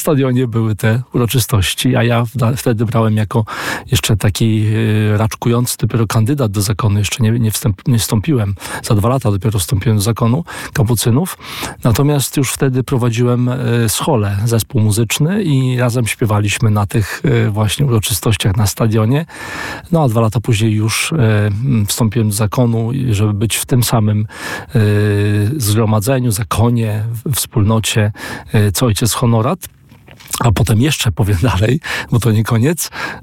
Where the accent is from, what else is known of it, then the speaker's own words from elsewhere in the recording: Biała Podlaska, Lublin Voivodeship, Poland; jesteśmy z jednej miejscowości, z Białej Podlaskiej.